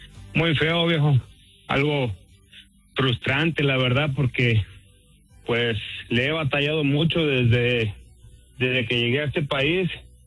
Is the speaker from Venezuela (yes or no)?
no; Tres Valles, Veracruz, Mexico; De Tres Valles, Veracruz.